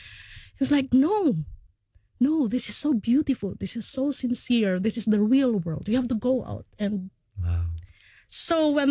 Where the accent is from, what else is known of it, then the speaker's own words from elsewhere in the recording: Philippines; English is a second language; now in Hong Kong; I'm domestic migrant worker in Hong Kong, I'm from the Philippines, and thank you for having me."